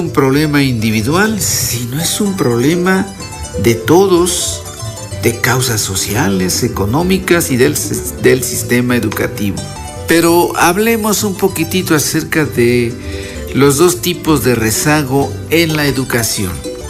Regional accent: Ajalpan, Puebla, Mexico; Spanish is a second language; nuestra región de Tehuacán, concretamente en el municipio de Ajalpan

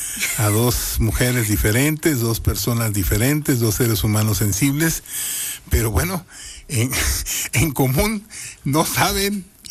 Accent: Coatzacoalcos, Veracruz, Mexico; Yo soy de Cuatza.

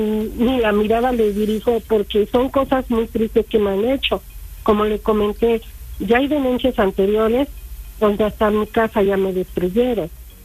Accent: Mexico; Sí, que soy de Tlalichuca

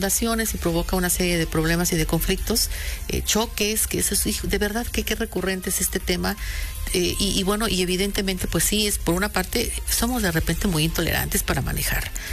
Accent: Mexico

